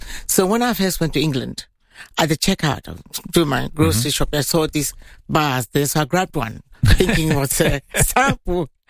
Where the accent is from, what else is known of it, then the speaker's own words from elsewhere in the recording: Ghana; No, no, it's because I grew up in Ghana and we grew up until recent times. We're number one in the world.